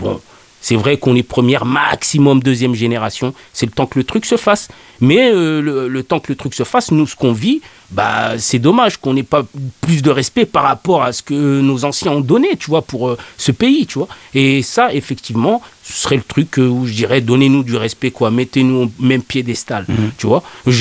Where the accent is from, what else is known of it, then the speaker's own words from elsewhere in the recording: France; born there; Je dis on parce que je m'y inclus, je suis né en France, je me sens français.